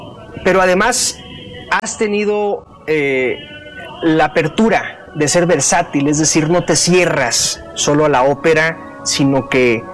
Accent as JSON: {"language": "Spanish", "region": "Sinaloa", "country": "Mexico", "said": "Así somos los sinaloenses."}